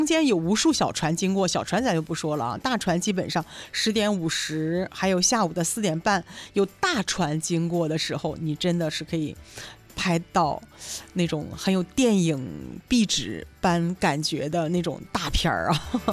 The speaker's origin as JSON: {"language": "Chinese", "town": "Dalian", "region": "Liaoning", "country": "China", "said": "我们大连人所有的结婚的青年男女们"}